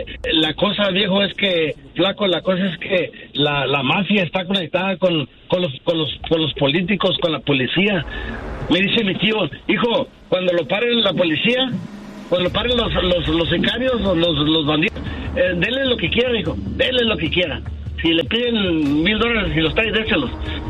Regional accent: Mexico; yo nací en México, viví en México, mi niñez la viví en México, salías tú al pueblo, buenos días, todos te saludaban

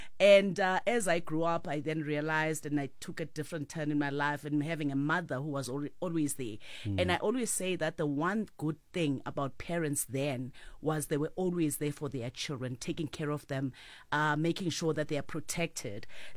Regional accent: Eswatini; born there; I was born in Eswatini, Swaziland then. My parents were originally from here.

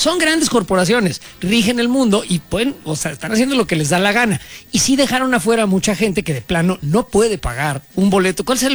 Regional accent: Mexico; sin duda, como mexicanos, sin duda, pero pinche gobierno omiso.

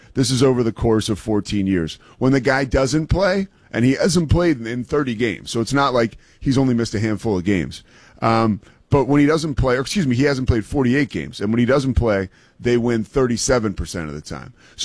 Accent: Philadelphia, Pennsylvania, United States; I'm from Philly. I have like pretty strong media ties there.

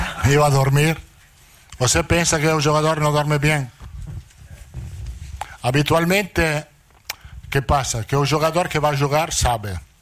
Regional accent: Italy; Portuguese is a second language; now in Brazil

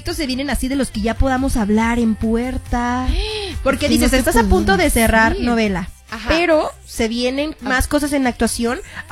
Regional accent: Acapulco, Guerrero, Mexico; now in Mexico City, Mexico; Yo soy de Acapulco, Guerrero.

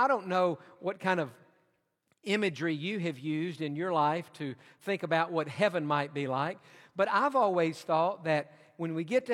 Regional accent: Tennessee, United States; moved away; also born or lived in Georgia; I was born in Georgia, but my childhood years were spent in East Tennessee. And so my first memories in life are in those Smoky Mountains

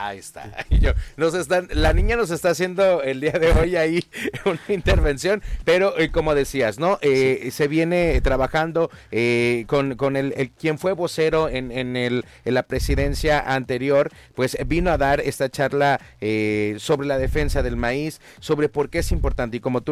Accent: Mexico; como mexicanos nos deberíamos sentir muy orgullosos

